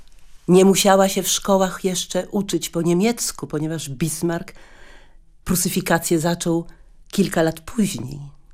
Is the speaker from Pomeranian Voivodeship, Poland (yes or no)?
yes; Gdynia, Pomeranian Voivodeship, Poland; born there; a ja sama się urodziłam w Gdyni.